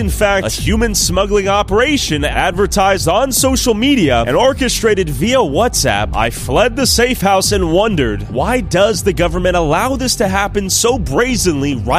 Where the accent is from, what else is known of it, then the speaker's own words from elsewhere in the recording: United States; I, as an American